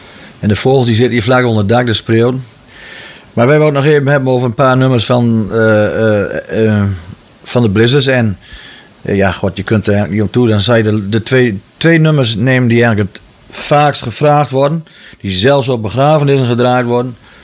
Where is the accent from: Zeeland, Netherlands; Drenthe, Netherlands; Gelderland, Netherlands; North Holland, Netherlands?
Drenthe, Netherlands; Want ik als Drent vind dat natuurlijk hartstikke mooi.